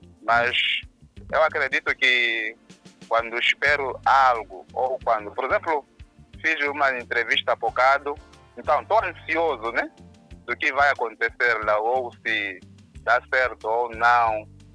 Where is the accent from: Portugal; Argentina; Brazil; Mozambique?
Mozambique; Nampula; Já sou natural de Nampula.